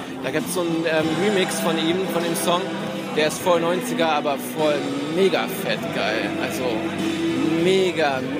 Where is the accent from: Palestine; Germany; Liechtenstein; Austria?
Germany; Kassel, Hesse; ich komme aus Kassel, ich komme nicht aus Münster